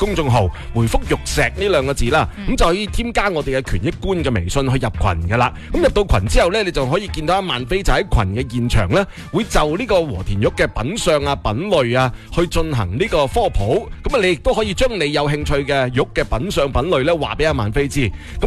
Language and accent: Cantonese; Guangdong, China; 我哋广东人